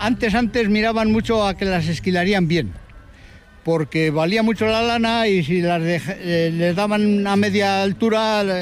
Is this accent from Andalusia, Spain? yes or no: no; Brieva de Cameros, La Rioja, Spain; Que soy de aquí de Breva de Cameros, nacido y me he criado aquí toda la vida